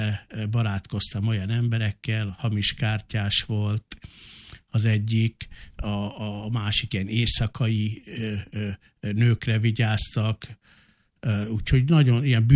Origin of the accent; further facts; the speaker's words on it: Budapest, Hungary; also born or lived in Miskolc; Visszatérve a kérdésre, én Miskolcon születtem, de gyerekkoromban már néhány évesen, az első osztályú, első általános iskolát már Budapesten végeztem.